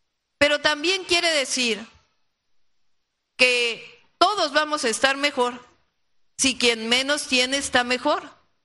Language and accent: Spanish; Mexico